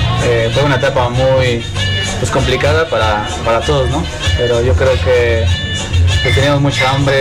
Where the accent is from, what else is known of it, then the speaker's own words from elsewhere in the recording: Puebla, Mexico; Somos poblanos, pero siempre digo que somos poblanos, pero de los volcanes